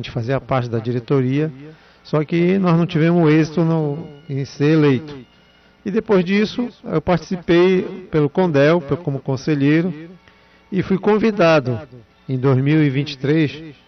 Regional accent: Portugal; now in Brazil; Sou português.

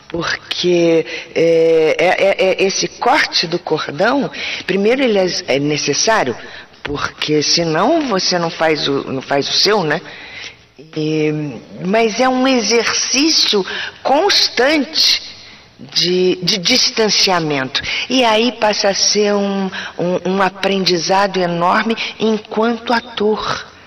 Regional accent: Rio de Janeiro, Brazil; now in São Paulo, Brazil; Sou natural do Rio de Janeiro.

